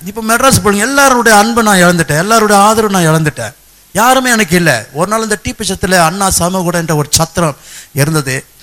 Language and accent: Tamil; Chintadripet, Tamil Nadu, India; சிந்தாதிரிப்பட்டு என்ற ஊர்ல தான் நான் பிறந்து வளர்ந்தேன். சிந்தாதிரிப்பட்ட ஊர்னு சொன்னா ரொம்ப பேருக்கு தெரியும், அது ரொம்ப நல்ல ஊருங்கன்னு சொல்லி.